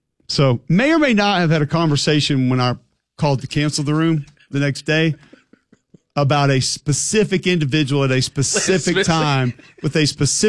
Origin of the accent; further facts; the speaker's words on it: Alabama, United States; We're in town from Alabama.